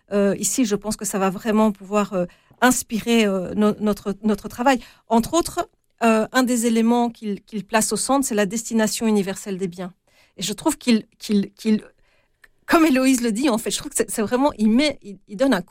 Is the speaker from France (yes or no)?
no; Belgium; chez nous en Belgique